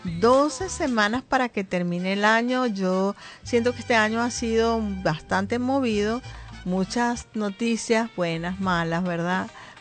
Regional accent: Venezuela; now in United States; aunque yo soy venezolana

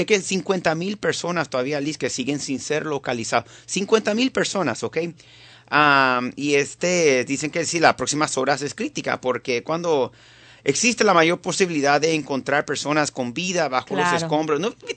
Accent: Caracas, Capital District, Venezuela; moved away; yo soy de Caracas, yo nací en Caracas

